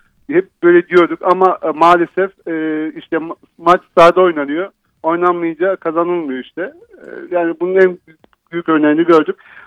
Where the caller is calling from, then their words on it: Ankara, Turkey; Ankara'dan arıyorum.